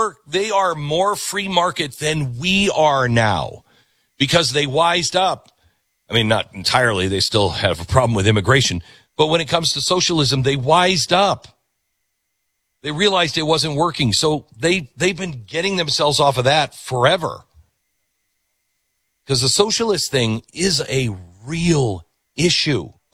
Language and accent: English; Kentucky, United States; Well, my grandpa was from Armenia. My grandmother was from Costa Rica, but my dad's German. I'm from Kentucky.